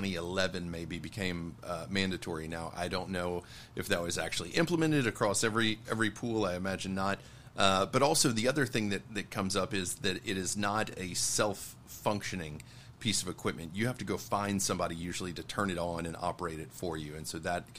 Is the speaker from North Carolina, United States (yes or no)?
no; Houston, Texas, United States; In the U.S., my hometown, Houston, is actually great for wheelchairs because it is a driving town.